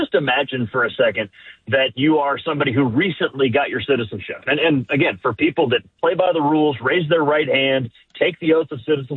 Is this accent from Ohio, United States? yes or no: yes; Akron, Ohio, United States; You know, I'm a Northeast Ohio kid.